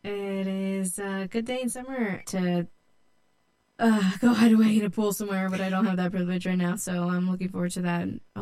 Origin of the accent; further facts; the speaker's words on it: Modesto, California, United States; also born or lived in Mexico; I grew up here in Modesto, but I am a product of immigrant farm workers. I grew up after we moved from Mexico here in Modesto since the age of 6, and I had all of my education here.